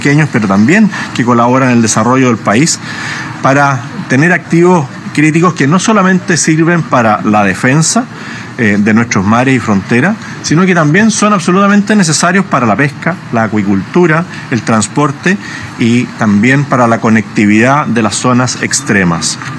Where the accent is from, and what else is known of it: Chile